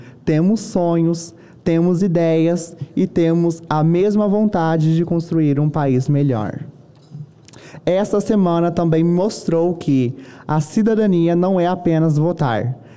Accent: Rondônia, Brazil; Saí da minha terra levando na bagagem a força, a garra e a diversidade do povo rondoniense.

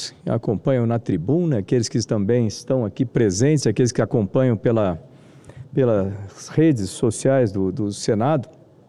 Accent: Bauru, São Paulo, Brazil; Eu tive como um ídolo, lá da minha cidade de Bauru, Osiris Silva

